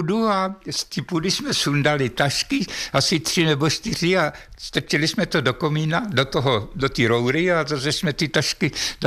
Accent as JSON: {"language": "Czech", "town": "Opatov", "region": "Vysočina Region", "country": "Czechia", "said": "protože to ona byla z Předína, já jsem byl z Opatova."}